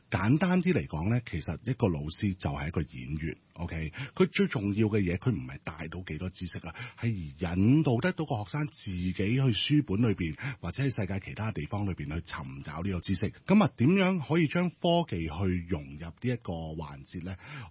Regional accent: Hong Kong; 我哋香港人

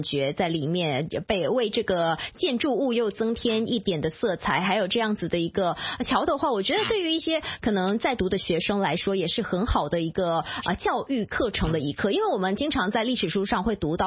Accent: China

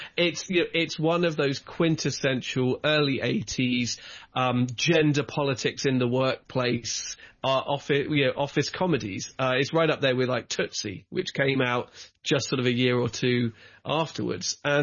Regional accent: England, United Kingdom; I remember when obviously I grew up in England where country music has a limited, audience anyway.

